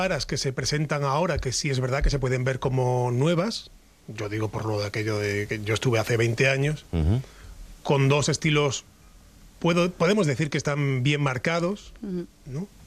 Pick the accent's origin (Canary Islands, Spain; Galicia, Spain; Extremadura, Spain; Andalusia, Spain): Extremadura, Spain; moved away as an adult; now in United States